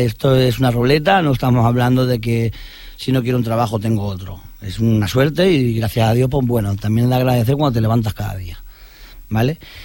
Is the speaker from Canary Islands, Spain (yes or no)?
no; Cornellà de Llobregat, Catalonia, Spain; Los de Cornellá, que yo soy de Cornellá.